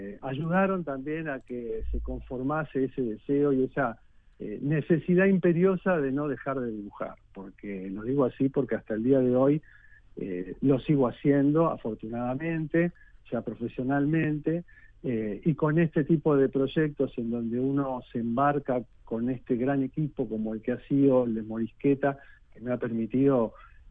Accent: Buenos Aires, Argentina; esos kioscos de revistas, como los que había en la Avenida 7 de mi ciudad natal

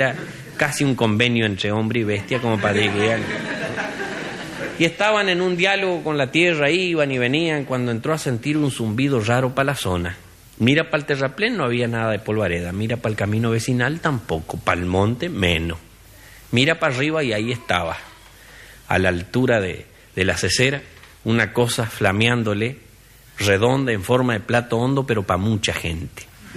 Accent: Chaco, Argentina; now in Buenos Aires, Argentina; cuando recién llegué del Chaco a esta aventura de intentar contarle a Buenos Aires las cosas que nos hacían sonreír a los provincianos, y desde Buenos Aires al resto de mis hermanos provincianos del país

